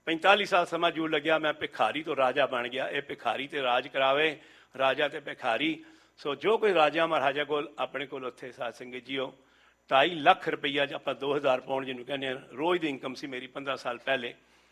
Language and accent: Punjabi; Delhi, India; moved away as an adult; now in England; ਅੱਤ ਦੀ ਗਰੀਬੀ, ਟੁੱਟੀ ਟੀਨਾ ਦੇ ਛੱਤ ਦੇ ਘਰੋਂ ਮੈਂ ਨਿਕਲਿਆ, 6 ਭੈਣ ਭਰਾ, ਦਾਦਾ ਦਾਦੀ, ਮੰਮੀ ਪਾਪਾ, ਪਰ ਦਿੱਲੀ ਦਾ ਜੰਮਪਲ